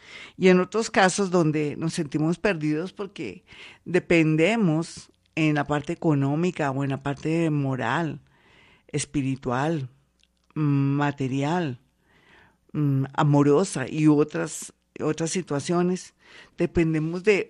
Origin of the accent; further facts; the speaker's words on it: Colombia; como somos los colombianos